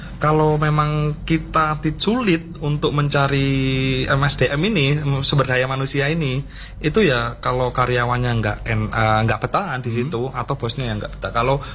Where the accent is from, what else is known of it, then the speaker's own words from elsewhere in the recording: Malang, East Java, Indonesia; also born or lived in Wonogiri; Tapi kalau dari kecil memang sekolahnya di Malang.